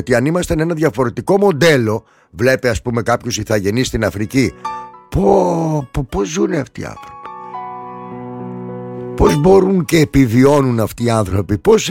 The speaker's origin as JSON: {"language": "Greek", "country": "Greece", "tie": "born there", "said": "γεννήθηκα στην Ελλάδα"}